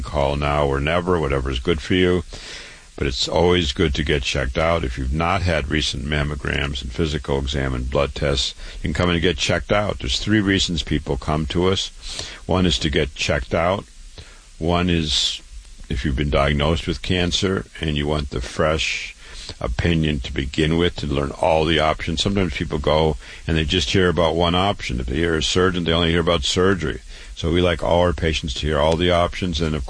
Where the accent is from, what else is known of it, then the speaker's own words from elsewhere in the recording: Waterloo, Iowa, United States; I was born and raised in Waterloo, Iowa.